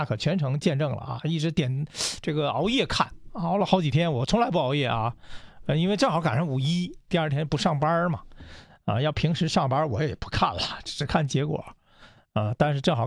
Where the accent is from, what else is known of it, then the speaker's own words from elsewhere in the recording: China; 我们中国人连续2年拿到了最高荣誉